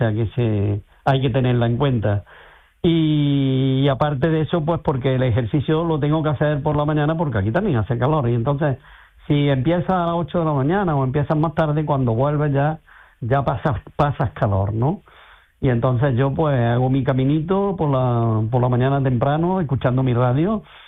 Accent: Córdoba, Andalusia, Spain; porque yo vivo en Córdoba, soy de Córdoba.

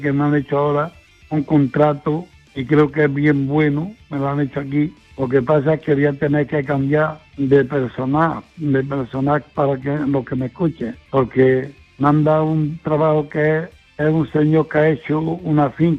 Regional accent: Padul, Andalusia, Spain; Bueno, gordo … de Padul.

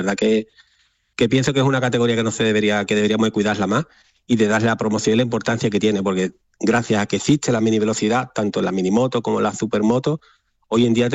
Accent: Sanlúcar de Barrameda, Andalusia, Spain; no porque yo sea de Sanlúcar de Barrameda, sino que para mí mi tierra es lo mejor

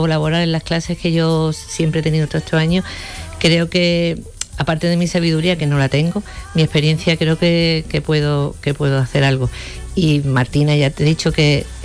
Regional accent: Ceuta, Spain; moved away; Yo me crié en Ceuta. Me crié en Ceuta, como bien dice la gente de Ceuta, con cuatro culturas diferentes, sin ningún tipo de problema.

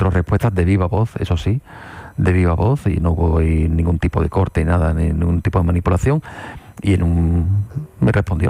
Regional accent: Seville, Andalusia, Spain; moved away as an adult; now in Algeciras, Spain; soy de Sevilla y gran parte de mi familia está en Sevilla

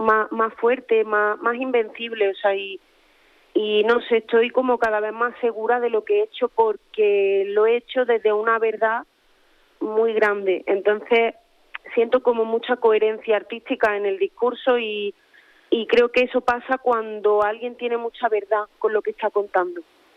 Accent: Andalusia, Spain; siendo andaluz y viviendo aquí en la provincia de Cádiz

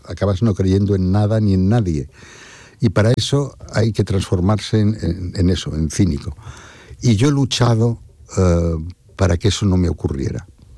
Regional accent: Barcelona, Catalonia, Spain; moved away; also born or lived in Madrid / Paris / Venice; No, porque yo me fui de Barcelona hace muchos años, en el 83 me vine a Madrid, después ya me fui a vivir a París, después estuve viviendo en Venecia cuando dirigí la Bienal

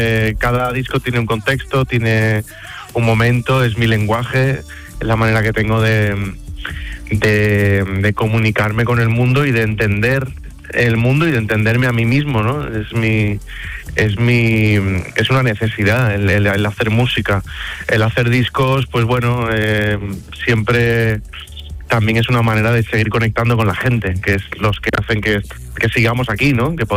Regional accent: Spain; Y ahora por fin en mi casa, en mi tierra, en España, que tenía muchas ganas de volver

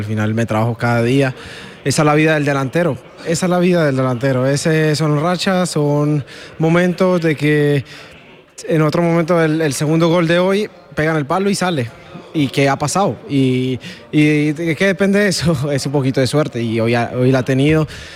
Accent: Pereira, Risaralda, Colombia; Sí, el Quindío. Sí, yo soy de al lado, yo soy de Pereira.

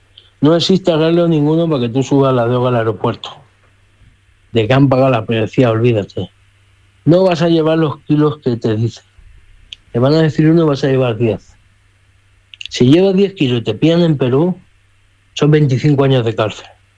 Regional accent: Mallorca, Balearic Islands, Spain; yo soy de Mallorca. Yo tengo mi empadronamiento, mi arraigo allá.

